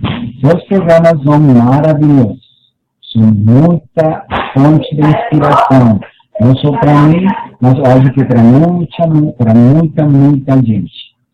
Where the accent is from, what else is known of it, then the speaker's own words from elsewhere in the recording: Colombia; Portuguese is a second language; now in Miami, United States; Falando desde Miami, Florida, para os ouvintes do Brasil. Eu sou colombiano, moro nos Estados Unidos